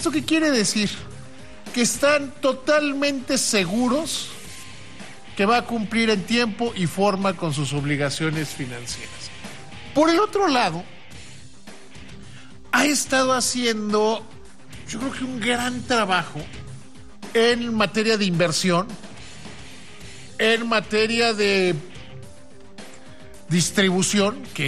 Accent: Mexico; como somos la inmensa mayoría de los mexicanos.

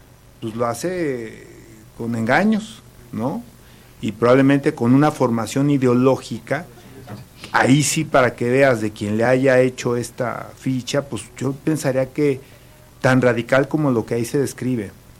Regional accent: Querétaro, Mexico; No solamente yo, sino mi familia, mis antecesores, mis ancestros, son más queretanos que...

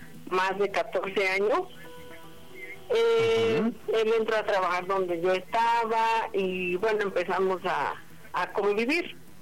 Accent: Atenco, State of Mexico, Mexico; Tengo 42 años y soy de Atenco, Estado de México.

